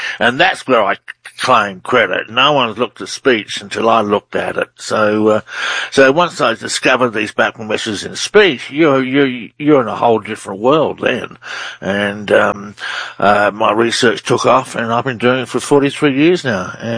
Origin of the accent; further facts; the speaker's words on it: Australia; which I thought was quite ironic because I'm from the Outback.